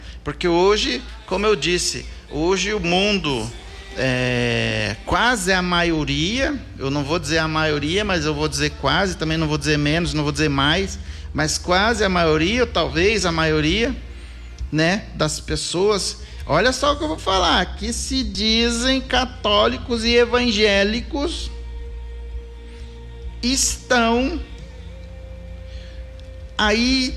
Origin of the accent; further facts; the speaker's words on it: Brazil